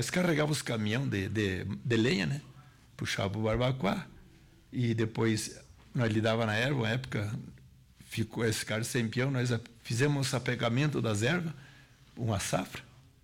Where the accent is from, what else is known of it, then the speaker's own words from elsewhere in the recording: Brazil; Na Raia da Pedra. Em 1953, nasci na Raia da Pedra.